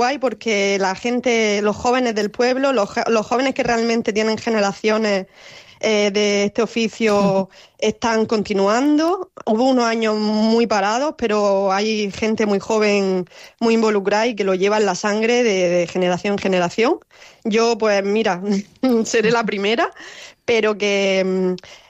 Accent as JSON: {"language": "Spanish", "town": "Níjar", "region": "Andalusia", "country": "Spain", "tie": "born there", "said": "Y yo vine chiquitilla, pero bueno, vine con 8 o 9 años, pero yo ya me siento de aquí. Y es verdad que desde que empecé con la cerámica es como que me siento mucho más del pueblo. Y nada, y ya sí soy de Níjar, se podría decir."}